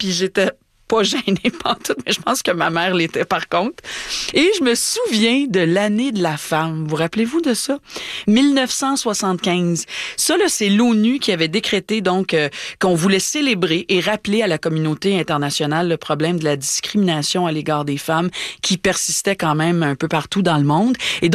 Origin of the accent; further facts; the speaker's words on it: Montreal, Quebec, Canada; elle avait une boutique de vêtements à Villemard, dans le sud-ouest de Montréal, là où j'ai grandi.